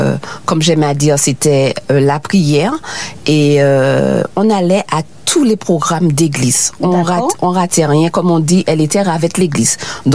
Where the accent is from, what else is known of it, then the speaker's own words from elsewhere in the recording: Martinique; Et j'ai grandi en Martinique. Je suis née ici, même si mes parents sont d'origine de la Dominique.